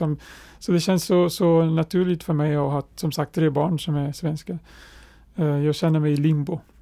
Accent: Portugal; moved away as an adult; now in Sweden; Jag känner mig faktiskt lika svensk som portugis.

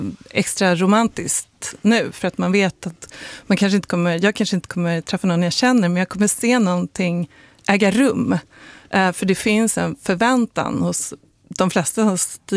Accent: Sweden; Jag talade inte om att jag var svensk

